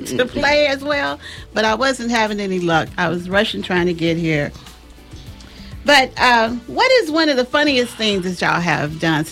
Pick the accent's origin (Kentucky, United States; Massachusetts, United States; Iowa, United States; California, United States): Kentucky, United States; Lexington; Like you're talking about East End, because we're all from East End.